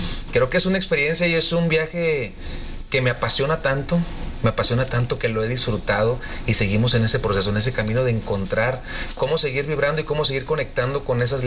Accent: Mazatlán, Sinaloa, Mexico; Fíjate que principalmente yo vibraba desde muy pequeño la música sinaloense. Soy de Mazatlán, la banda finalmente tú creces con el sonido de banda. Tú vas a Mazatlán y la banda se escucha por todos lados.

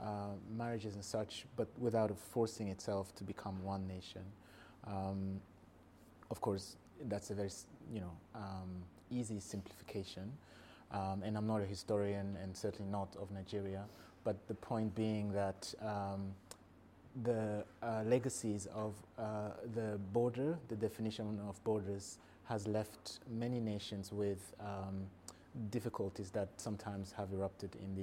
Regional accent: Rwanda; And I grew up in Rwanda

